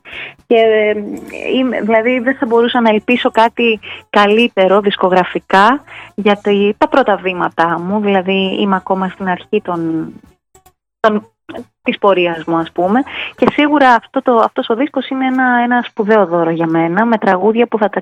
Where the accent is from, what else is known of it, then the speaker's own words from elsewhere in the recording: Crete, Greece; είμαι και από την Κρήτη, οπότε αυτό επίσης το κουβαλάω μουσικά μέσα μου